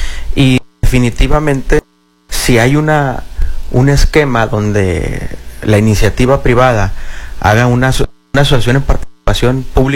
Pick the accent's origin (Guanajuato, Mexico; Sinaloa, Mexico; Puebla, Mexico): Sinaloa, Mexico; Mazatlán; nosotros somos de allá de Mazatlán